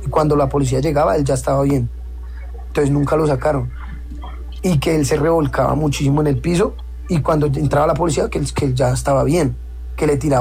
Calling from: Bogotá, Colombia; como uno está en Bogotá, pues los que digamos que manejamos ahí la convivencia, pues somos personas de Bogotá

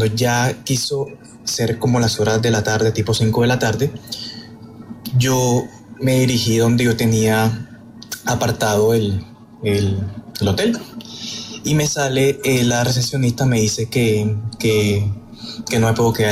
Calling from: Barranquilla, Atlántico, Colombia; te hablo de Barranquilla

